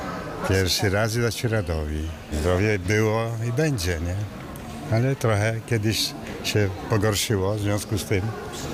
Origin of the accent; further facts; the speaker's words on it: Wrocław, Lower Silesian Voivodeship, Poland; Jestem z Wrocławia. No proszę, taki świat drogi przyjechaliśmy, żeby się spotkać.